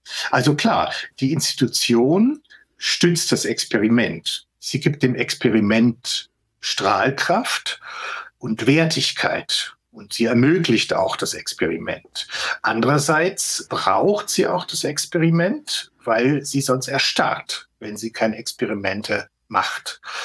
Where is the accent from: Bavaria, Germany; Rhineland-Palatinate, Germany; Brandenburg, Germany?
Bavaria, Germany; Bayreuth; als gebürtiger Bayreuther